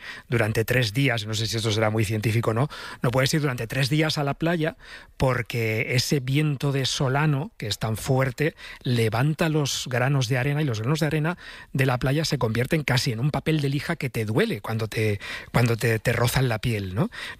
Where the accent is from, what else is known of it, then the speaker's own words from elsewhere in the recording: southern Spain, Spain; por el sur, por mi tierra, se dice mucho solano